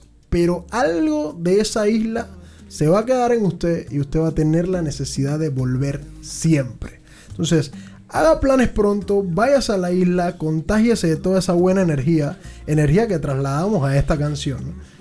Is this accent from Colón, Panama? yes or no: no; Panama City, Panamá, Panama; moved away; also born or lived in Bocas del Toro; Yo soy oriundo y originario del barrio de Casco. Soy de San Felipe, calle Octava.